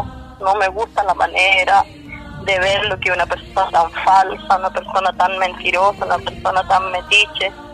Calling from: Santa Bárbara, Biobío, Chile; Yo soy de Santa Bárbara, ahora estoy acá cerca de Santa Bárbara, pero yo vivo en la cordillera.

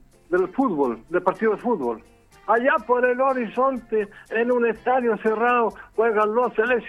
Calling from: Chile; estamos con gente aquí en Pangarría

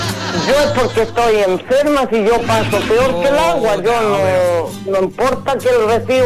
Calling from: Chile; voy a bailar una cueca como mujer chilena

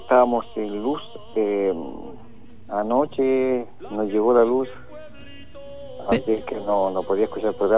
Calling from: Freire, Araucanía, Chile; De acá, de Freire

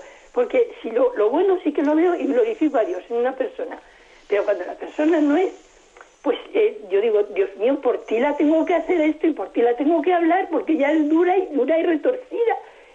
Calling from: Madrid, Community of Madrid, Spain; de Madrid.

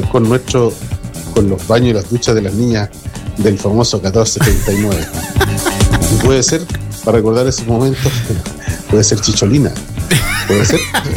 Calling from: Tomé, Biobío, Chile; por acá desde Tomé.

